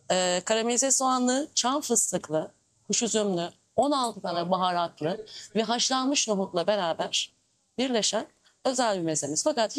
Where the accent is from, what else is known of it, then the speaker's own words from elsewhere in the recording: Izmir, İzmir, Turkey; Ben İzmirliyim, doğma büyüme İzmirliyim.